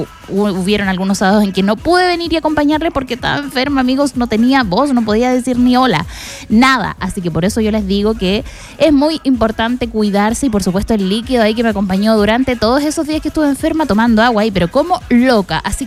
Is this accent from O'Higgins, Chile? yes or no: yes; San Vicente de Tagua Tagua, O'Higgins, Chile; Ustedes saben que yo soy de San Vicente, pues, amigos, soy del campo, de por allá, de los cerros ahí, bien encajonada.